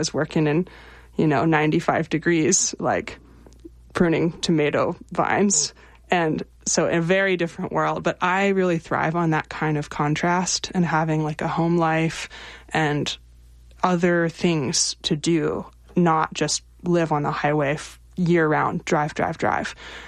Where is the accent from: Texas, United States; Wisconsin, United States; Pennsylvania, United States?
Pennsylvania, United States; Lancaster; they started in Lancaster, Pennsylvania, which is my hometown.